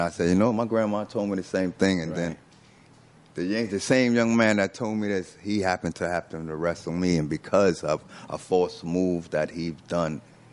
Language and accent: English; New York, United States; And I grew up in the five boroughs. Like I said, I grew up in Queensbridge, you know? And Queensbridge is one of the largest housing projects in the world.